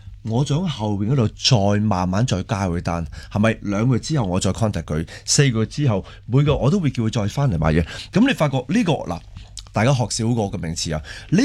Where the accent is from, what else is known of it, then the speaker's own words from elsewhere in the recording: Hong Kong; 我哋香港人，我哋最中意明码实价系咪？